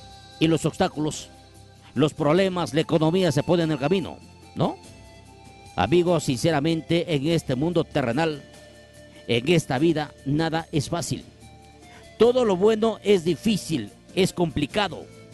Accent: Huancabamba, Piura, Peru; moved away; desde allá, desde mi tierra bendita, Huancabamba, Salalá.

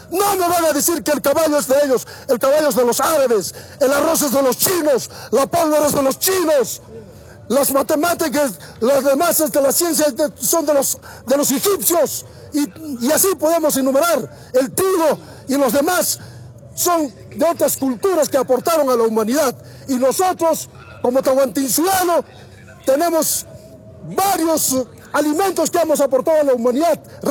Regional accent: Argentina; para mí como argentino

